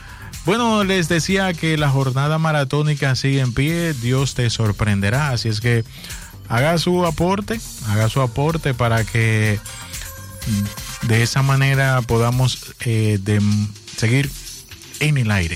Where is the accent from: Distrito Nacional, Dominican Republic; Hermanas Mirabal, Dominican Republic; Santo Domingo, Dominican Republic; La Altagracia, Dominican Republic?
La Altagracia, Dominican Republic; Higüey; Yo soy de Santana, de Higüey. Ahí donde se hace una longaniza buenísima.